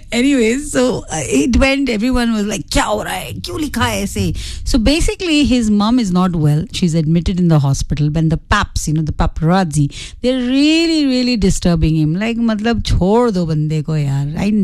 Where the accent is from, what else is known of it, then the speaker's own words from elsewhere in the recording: Mumbai, Maharashtra, India; मैं खुद मुंबई से हूँ, फिर मैंने एक को बोला कि भाई देख मैं भी मुंबई से हूँ